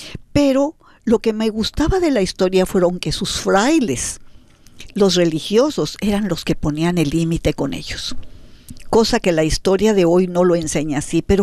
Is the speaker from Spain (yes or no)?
no; Mexico; born there; en la nación donde yo nací, en México, había sido conquistada por España.